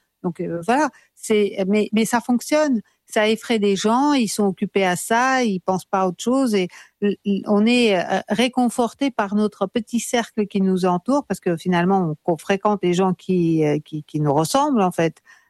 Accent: Russia; combien de fois lorsque je dis que je suis russe sur un quai de gare, la personne se retourne comme si elle voulait plus du tout m'adresser parole.

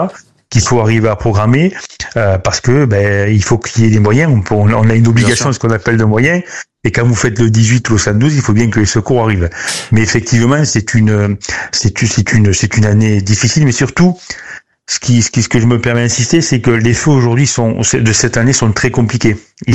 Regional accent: Occitanie, France; Moi, par exemple, de mon département, moi je suis de l'Hérault, on a fourni une colonne de renforts.

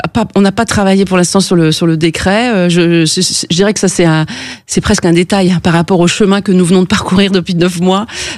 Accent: France

